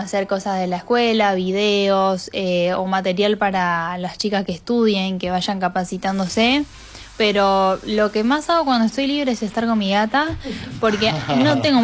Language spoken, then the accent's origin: Spanish; La Maruja, La Pampa, Argentina; moved away as an adult; Soy pampeana, me crié en La Maruja, un pueblito que está a 180 kilómetros de acá, al norte de la provincia. Viví hasta los 18 años, como todos, y después me fui a estudiar, a probar suerte, y bueno, acá estoy